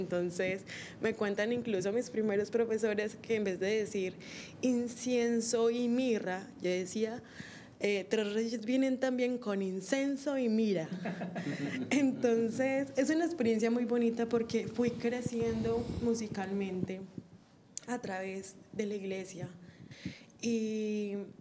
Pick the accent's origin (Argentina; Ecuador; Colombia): Colombia; born or raised there; moved away